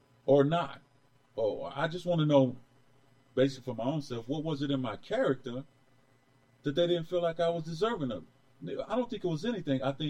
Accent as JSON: {"language": "English", "country": "United States", "said": "Because I'm from Carolina."}